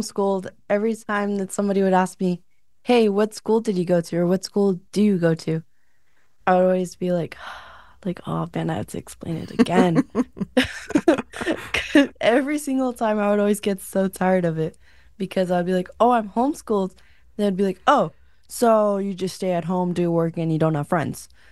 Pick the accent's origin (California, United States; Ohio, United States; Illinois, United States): California, United States; Imperial Valley; growing up in the Imperial Valley